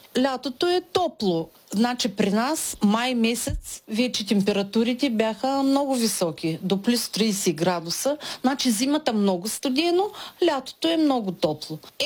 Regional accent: Tyumen, Tyumen Oblast, Russia; moved away; Родена съм в голям град, Тюменска област, от самия град Тюмен. Той е голям, много красив град. Ако видите в интернет, можете да намерите. Много е хубав, много е красив. Това е Западна Сибир.

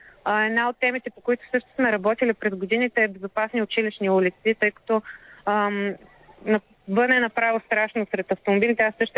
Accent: Plovdiv, Plovdiv Province, Bulgaria; За Пловдив, откъдето сме ние от БГ Бъди активен, всъщност нямаме изобщо изградена такава инфраструктура.

